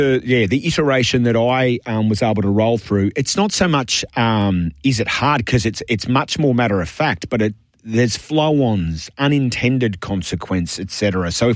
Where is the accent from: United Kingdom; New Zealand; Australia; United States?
Australia; Canberra, Australian Capital Territory; I didn't grow up in Melbourne. I was born and raised in Canberra